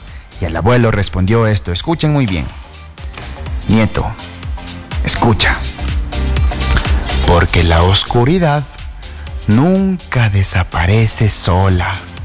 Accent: Ecuador

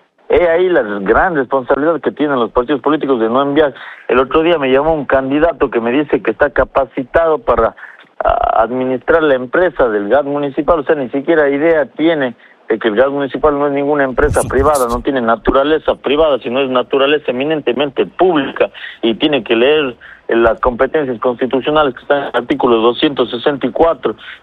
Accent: Ecuador; necesitamos justamente como sociedad ecuatoriana

